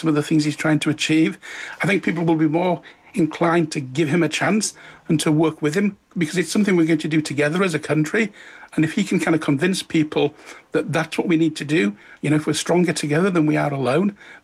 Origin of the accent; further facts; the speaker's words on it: the north of England, United Kingdom; now in Leeds, United Kingdom; I'm not somebody from the Westminster bubble. I'm from the North. I'm based in Leeds.